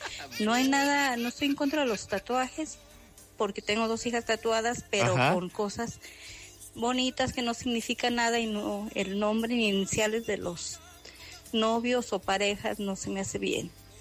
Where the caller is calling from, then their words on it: Jalisco, Mexico; Yo vivo cerca de Tepa en un ranchito.